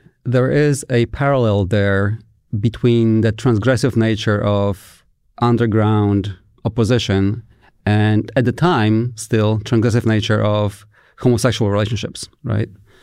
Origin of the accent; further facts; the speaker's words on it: Poland; moved away; So when I grew up in Poland in the 80s